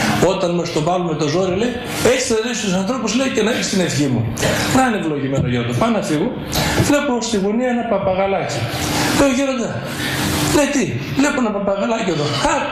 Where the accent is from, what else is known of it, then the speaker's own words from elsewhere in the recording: Trikala, Thessaly, Greece; με το χωριό μου, εγώ με Τρικαλινός